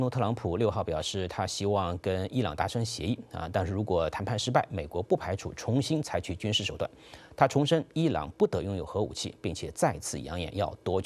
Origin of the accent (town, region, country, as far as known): China